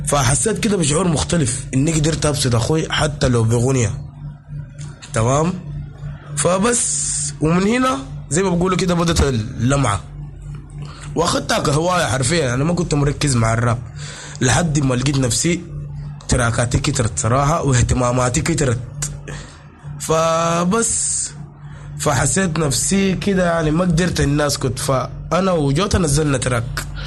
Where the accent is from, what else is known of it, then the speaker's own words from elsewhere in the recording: Sudan; واحنا كسودانيين